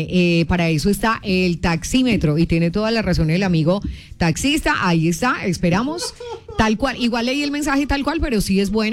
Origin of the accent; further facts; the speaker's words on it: Manzanares, Caldas, Colombia; now in Pereira, Colombia; A mí no me tocó el terremoto del 99 aquí en Pereira, de hecho me tocó pues en mi tierra, en Manzanares.